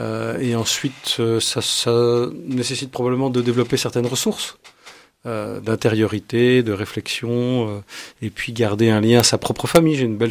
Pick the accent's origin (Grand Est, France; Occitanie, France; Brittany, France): Brittany, France; Vannes; born there; Voilà, écoutez, j'ai des origines bretonnes, je suis né à Vannes dans le Morbihan. Dans une belle région, et aussi normande.